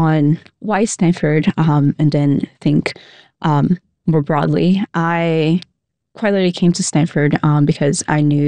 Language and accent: English; Brazil; I grew up in Brazil, and since little, it was, you know, the huge issue that I saw as being able to take action towards.